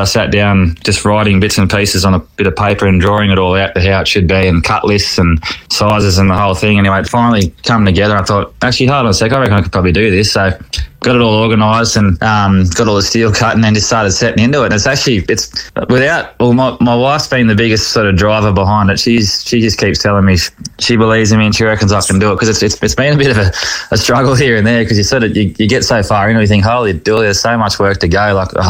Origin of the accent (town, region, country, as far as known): Boggabri, New South Wales, Australia; born or raised there